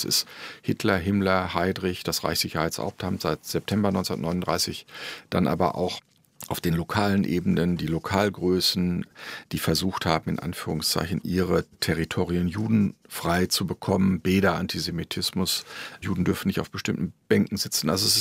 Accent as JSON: {"language": "German", "region": "North Rhine-Westphalia", "country": "Germany", "tie": "born or raised there", "said": "Ich bin eben da im Hochsauerland groß geworden"}